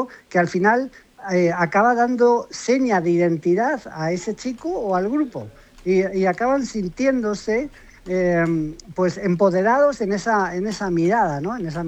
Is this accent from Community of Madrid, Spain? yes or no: yes; Madrid, Community of Madrid, Spain; Si es que yo soy de Madrid, vivo en Madrid, pero soy del Barcelona.